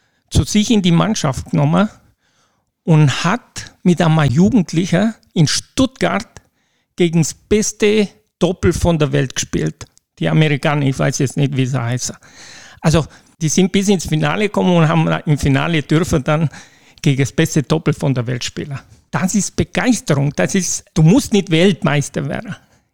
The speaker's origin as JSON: {"language": "German", "town": "Blumenthal", "region": "Timiș County", "country": "Romania", "tie": "born or raised there", "moved": "as an adult", "lives_now": "Germany", "said": "Ich bin nochmal geboren in Rumänien, Blumenthal, habe dort 20 Jahre gelebt und dann bin ich zu meiner Frau gezogen nach Bruckenau, habe dort 10 Jahre gelebt"}